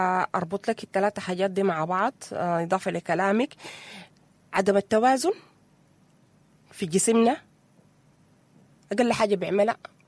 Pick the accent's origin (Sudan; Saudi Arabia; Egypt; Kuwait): Sudan; نحن الشعب السوداني مشهورين بالاجتماعيات بتاعتنا